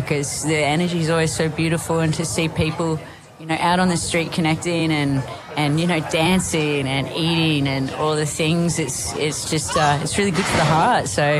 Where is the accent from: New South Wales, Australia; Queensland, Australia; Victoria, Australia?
New South Wales, Australia; Well, I'm personally from the North Coast, but I've got a little shack in the bush with my kelpie, and we like to grow food and stuff.